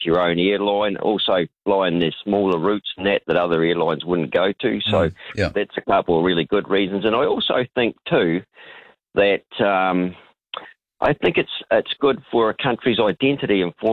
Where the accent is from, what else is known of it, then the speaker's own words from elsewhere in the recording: New Zealand; well, hey, I'm a Kiwi and that's my national airline.